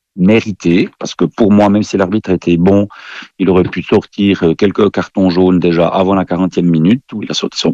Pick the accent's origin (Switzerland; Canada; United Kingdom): Switzerland; au-delà du fait que je suis suisse espagnol et qu'évidemment, hier, j'étais largement pour l'Espagne